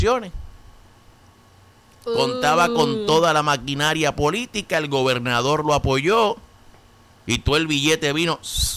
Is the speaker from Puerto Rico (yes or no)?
yes; Puerto Rico; yo soy boricua.